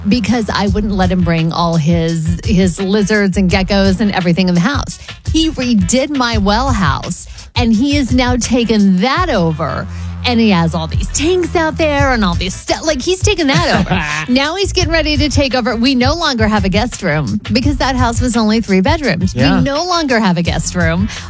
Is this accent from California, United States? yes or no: yes; Riverside, California, United States; also born or lived in Oklahoma; when I was a kid, I think I was in second grade, and we moved from Oklahoma to Riverside, California.